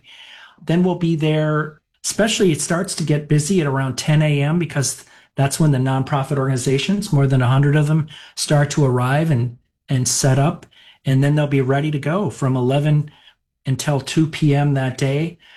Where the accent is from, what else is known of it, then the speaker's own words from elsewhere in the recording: Minnesota, United States; I volunteered with my mom growing up in Minnesota in the 70s.